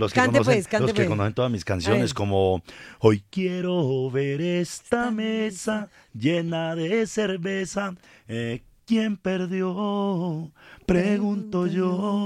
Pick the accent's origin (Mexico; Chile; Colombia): Colombia; Puerto Berrío, Antioquia; yo soy de Puerto Berrío, Antioquia, donde uno suda bañándose.